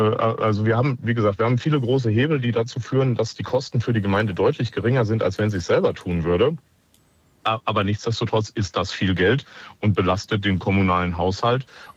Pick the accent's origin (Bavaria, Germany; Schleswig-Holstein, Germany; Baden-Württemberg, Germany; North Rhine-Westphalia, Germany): North Rhine-Westphalia, Germany; Langenberg; ich bin in Langenberg aufgewachsen. Ich bin da geboren, groß geworden und habe selber in dem Schwimmbad schwimmen gelernt.